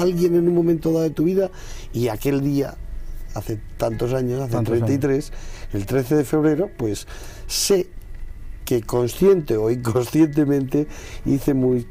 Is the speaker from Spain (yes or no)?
yes; Cercedilla, Community of Madrid, Spain; born there; mi pueblo Cercedilla